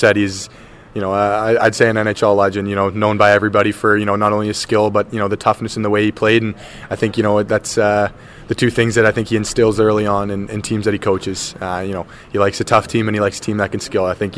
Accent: Toronto, Ontario, Canada; born and raised in Toronto. You know, grew up my whole life in Toronto.

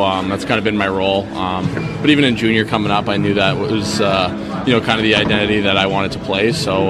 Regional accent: Saskatchewan, Canada; now in San Jose, United States; growing up in Saskatchewan, it's really, really rural

